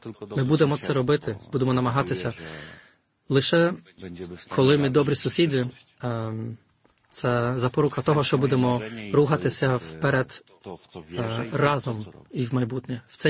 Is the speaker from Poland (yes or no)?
yes; Poland; ми, поляки